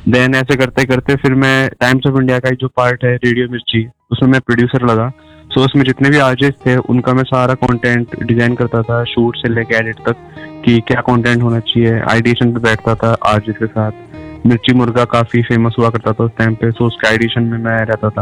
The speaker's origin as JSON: {"language": "Hindi", "town": "Faridabad", "region": "Haryana", "country": "India", "said": "और मैं फरीदाबाद का रहने वाला हूँ और मैं पिछले 7 साल से अपने मीडिया फील्ड में काम कर रहा हूँ।"}